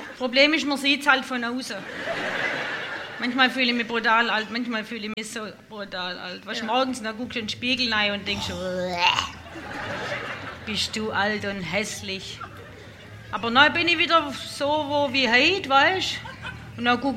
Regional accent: Swabia, Germany; accent: Swabian; wir sind halt Schwabe. Ich bin sehr stolz, ein Schwabe zu sein. Und ich schwätze auch gern Schwäbisch

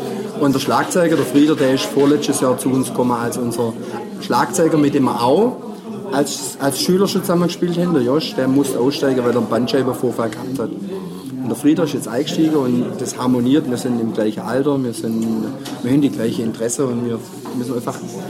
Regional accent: Baden-Württemberg, Germany; accent: Swabian; Also, und für mich war Schwäbisch immer meine Identität, meine Heimat.

